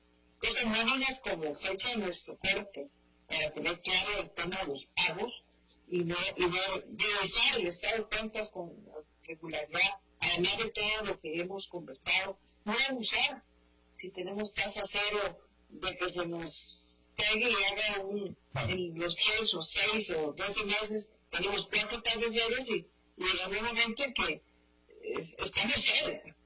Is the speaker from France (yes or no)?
no; Costa Rica; Y realmente interesante poder tener este tipo de herramientas como consumidores, como costarricenses, y medir muy bien nuestro estado de crédito.